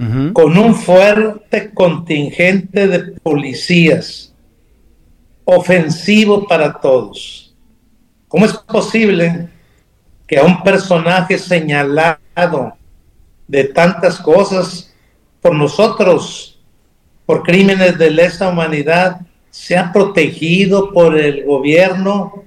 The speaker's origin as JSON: {"language": "Spanish", "region": "Sinaloa", "country": "Mexico", "said": "el gobierno de México y los sinaloenses estamos pagando las consecuencias de este error."}